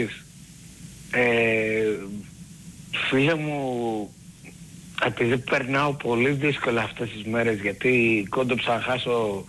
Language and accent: Greek; Velvento, Western Macedonia, Greece; Βελβέντο.